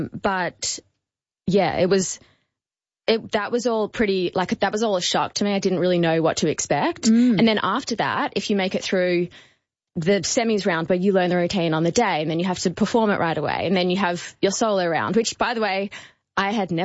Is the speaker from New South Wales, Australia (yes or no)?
no; Melbourne, Victoria, Australia; moved away; Growing up in Melbourne, I wasn't a competitive dancer.